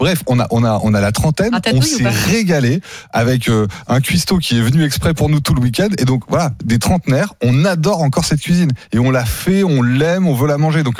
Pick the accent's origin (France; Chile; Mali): France; On mange pas des burgers. Nous, on est français.